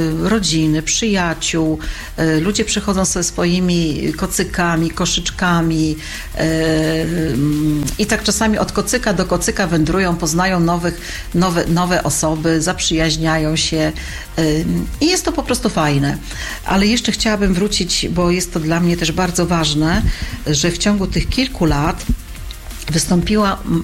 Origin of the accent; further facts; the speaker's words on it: Warmian-Masurian Voivodeship, Poland; a u nas na Mazurach właśnie palinocką.